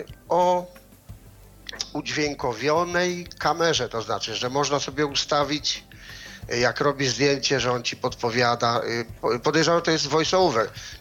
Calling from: Sweden; to się chwalę tym, że w Szwecji mieszkam.

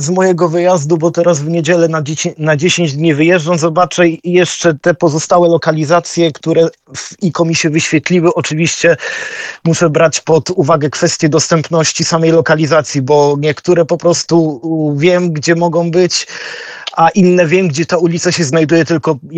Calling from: Bydgoszcz, Kuyavian-Pomeranian Voivodeship, Poland; u mnie w Bydgoszczy.

